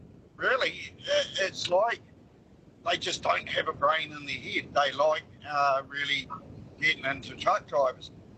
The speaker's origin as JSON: {"language": "English", "country": "New Zealand", "said": "I come from New Zealand, and I've never had driven in traffic like this."}